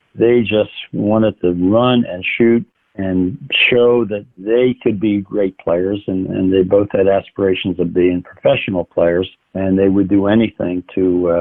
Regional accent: Philadelphia, Pennsylvania, United States; Yeah, two Philly boys who are from my hometown, and I finally meet them in Los Angeles.

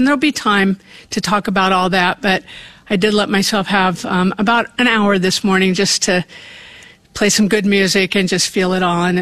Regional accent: Eugene, Oregon, United States; moved away; Oregon, which is my hometown. And I had never coached in my home state, let alone my hometown.

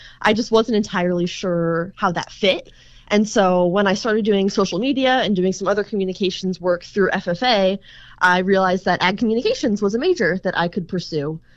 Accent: St. Charles, Missouri, United States; moved away as an adult; now in Lincoln, United States; I'm originally from St. Charles, like you said, where I grew up on a corn and soybean farm.

